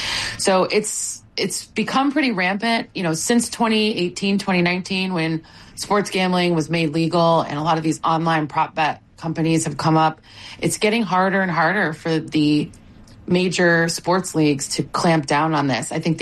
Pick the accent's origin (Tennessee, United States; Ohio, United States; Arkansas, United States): Ohio, United States; Cleveland; my hometown of Cleveland, Ohio